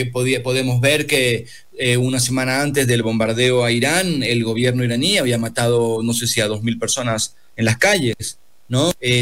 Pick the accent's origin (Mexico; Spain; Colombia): Mexico; born there; also born or lived in Argentina; mi madre se exilió de Chile, se fue a Argentina, yo nací en Argentina, mi padre tuvo que exiliarse de Argentina y nos vinimos a México los tres. Entonces yo ya crecí en un hogar donde había una chilena, un argentino y a la vez vivíamos en México